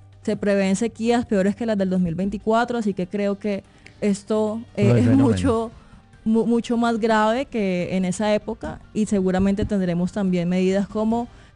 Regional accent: Barranquilla, Atlántico, Colombia; moved away as an adult; now in Bogotá, Colombia; Yo soy de Barranquilla.

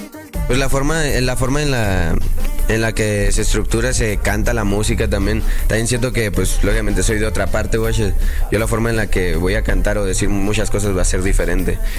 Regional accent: Puerto Peñasco, Sonora, Mexico; Yo soy de Sonora, o sea, de Puerto Peñasco.

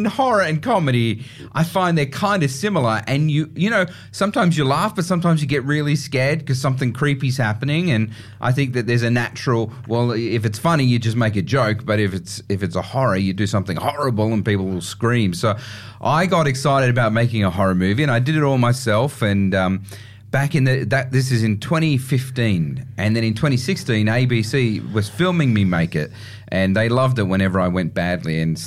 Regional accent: Sydney, New South Wales, Australia; I grew up in Western Sydney.

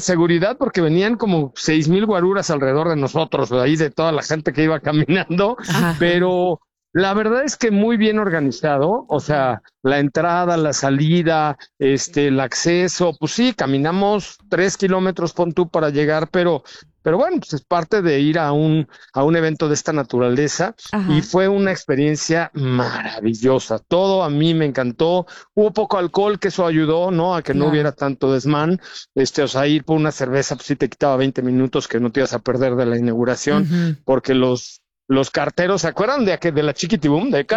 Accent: Yucatán, Mexico; mi cabeza no entraba porque soy yucateco

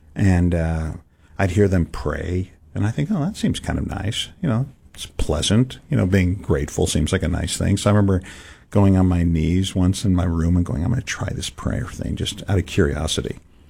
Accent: San Francisco, California, United States; And part of it is I'm growing up in San Francisco, so it's not like you're not in the middle of church culture.

